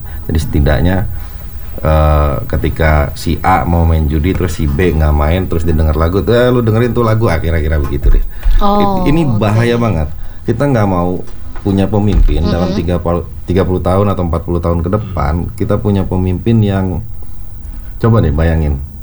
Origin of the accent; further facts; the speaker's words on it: Jakarta, Indonesia; also born or lived in Medan; Besarnya di Jakarta